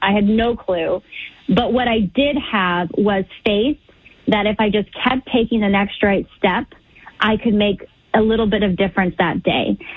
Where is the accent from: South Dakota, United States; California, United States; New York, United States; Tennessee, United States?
California, United States; San Jose; 10 miles from where I grew up in San Jose, California